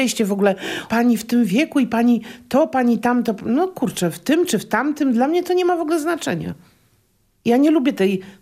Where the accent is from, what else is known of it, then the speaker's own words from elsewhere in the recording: Warsaw, Masovian Voivodeship, Poland; accent: Warsaw dialect; Używam gwary warsiaskiej i wymowy warsiaskiej, no bo jestem warszawianką.